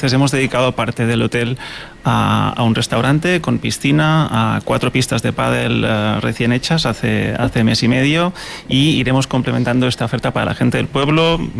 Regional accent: Ferreries, Balearic Islands, Spain; Soy menorquín, sí.

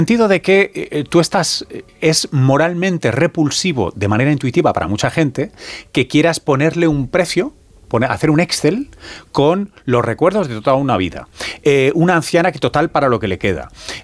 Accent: Tomelloso, Castilla-La Mancha, Spain; El de mi padre, el de mi familia … de Tomelloso.

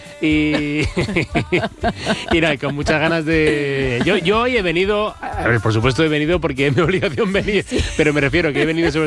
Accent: Granada, Andalusia, Spain; Bueno, mi gente de Granada, de familia, pues

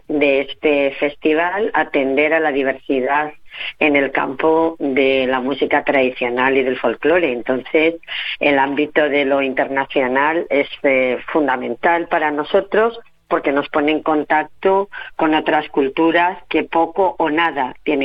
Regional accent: Candelario, Castile and León, Spain; Nos juntamos, candeleranos y candeleranas

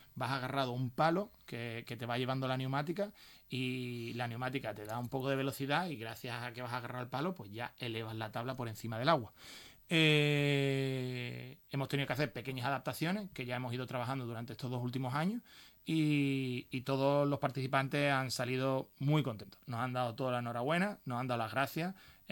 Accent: Cádiz, Andalusia, Spain; Yo, como gaditano, aunque soy parte de la empresa, pues evidentemente me da pena.

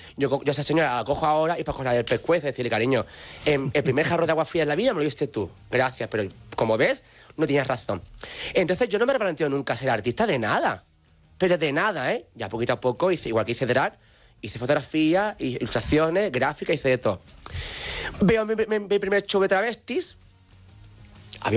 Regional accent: Alcalá de los Gazules, Andalusia, Spain; pero yo vivía entonces aún en mi pueblo, en el Alcalde de los Gazules.

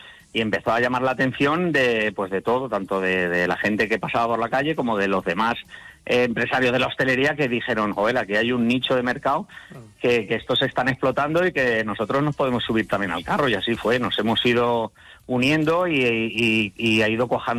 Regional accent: Granada, Andalusia, Spain; Somos de Granada, intentar sacar a la gente a mediodía.

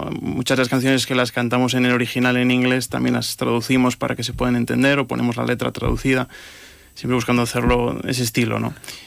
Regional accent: Navarre, Spain; nosotros, que claro, venimos de Navarra, también tierra de jotas

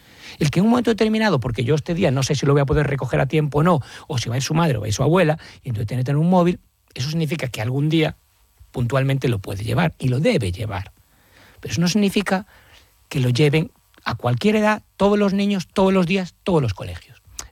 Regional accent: Galicia, Spain; Y como buen gallego yo siempre digo, depende.

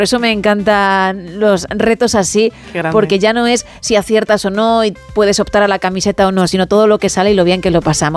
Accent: Italy; moved away; estás hablando con una italiana.

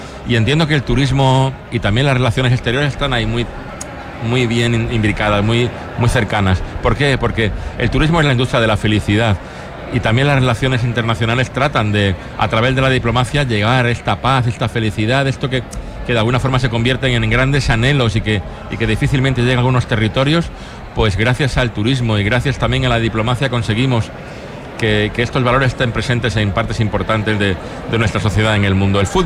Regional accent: Málaga, Andalusia, Spain; me he presentado como un malagueño

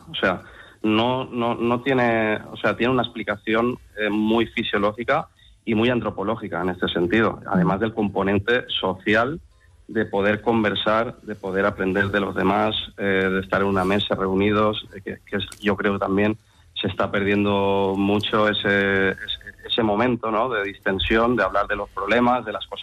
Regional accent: Valencia, Valencian Community, Spain

